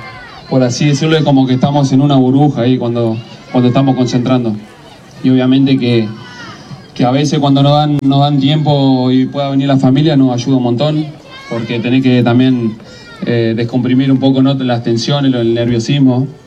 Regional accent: Argentina; Todos somos argentinos

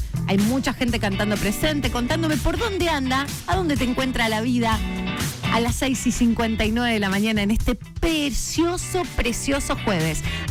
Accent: Punta Alta, Buenos Aires Province, Argentina; moved away as an adult; now in Bahía Blanca, Argentina; yo soy de Punta Alta, fui a la escuela en Punta Alta

